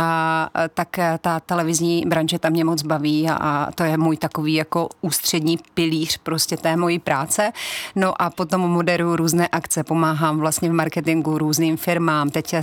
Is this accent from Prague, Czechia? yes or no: no; Brno, South Moravian Region, Czechia; já jsu rodačka z Brna. A ráda to říkám i s tím su.